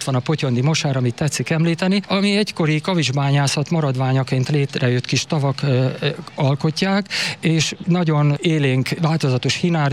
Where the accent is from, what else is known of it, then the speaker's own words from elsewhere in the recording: Vas, Hungary; A gyermekkorom is ide köt, itt áthaladó Perint és Gyöngyös patakok partjain nőttem fel, meg a Kálmoni Arborétumba.